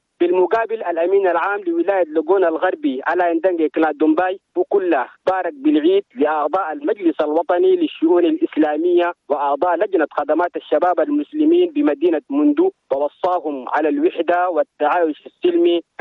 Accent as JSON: {"language": "Arabic", "country": "Chad", "said": "في بلدنا تشاد."}